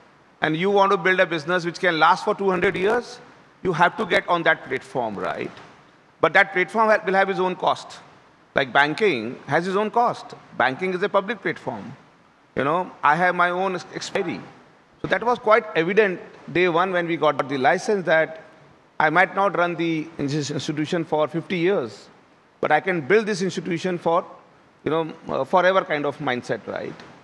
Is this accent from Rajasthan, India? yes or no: yes; Rajasthan, India; I am from Rajasthan, right? And Rajasthan population is close to 8 crore. I'd done a business there for 20 years, from 96 to 2016 as NBFC.